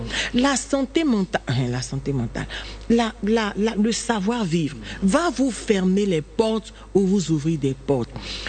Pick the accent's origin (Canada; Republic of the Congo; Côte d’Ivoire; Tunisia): Côte d’Ivoire; now in Caen, France; Je suis ivoirien.